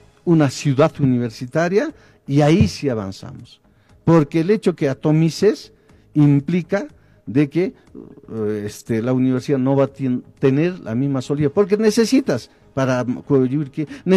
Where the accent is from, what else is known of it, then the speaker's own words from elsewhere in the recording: Apurímac, Peru; yo soy de parte de Coyurqui, de repente más coyurquino que cotabambino, del nacimiento cotabambino de mis padres coyurquinos.